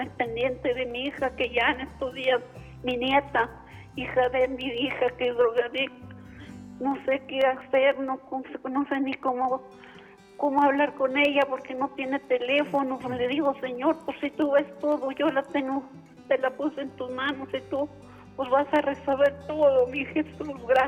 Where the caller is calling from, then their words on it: Chihuahua, Mexico; Chihuahua, Chihuahua.